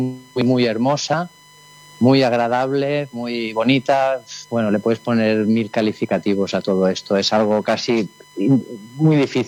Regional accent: Catalonia, Spain; Sí, sí, como catalanes es algo que se nos pone la piel de gallina, ¿no?

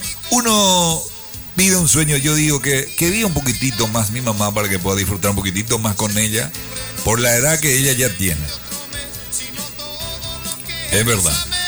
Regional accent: Paraguay

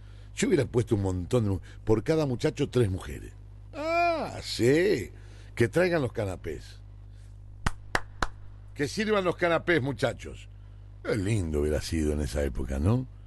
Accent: Buenos Aires, Argentina; Soy de acá, de la City.

